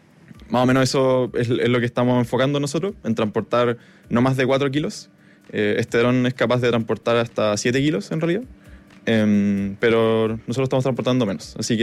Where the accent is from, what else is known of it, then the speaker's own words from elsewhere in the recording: Concepción, Biobío, Chile; now in Santiago, Chile; Yo soy de Concepción originalmente